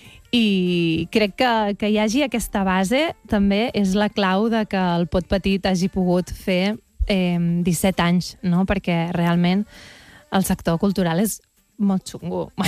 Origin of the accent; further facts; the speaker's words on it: Castelló d'Empúries, Catalonia, Spain; also born or lived in Roses; Jo vaig néixer a Roses, però amb 5 anys me'n vaig anar a Castelló d'Empúries